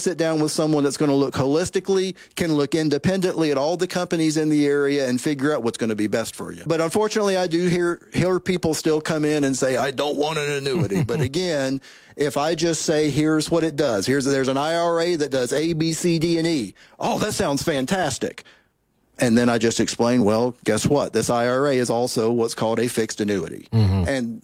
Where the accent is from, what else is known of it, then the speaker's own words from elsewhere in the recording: Tennessee, United States; And, for example, here in my home state of Tennessee, if you're a state employee, they've got that plan